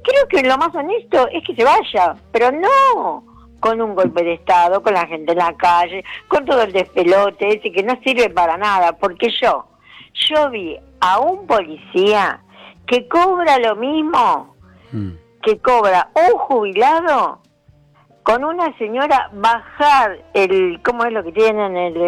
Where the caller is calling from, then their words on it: Buenos Aires, Argentina; de Boedo.